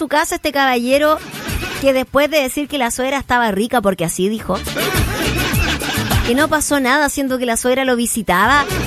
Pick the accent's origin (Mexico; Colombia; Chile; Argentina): Chile; somos cagüineros los chilenos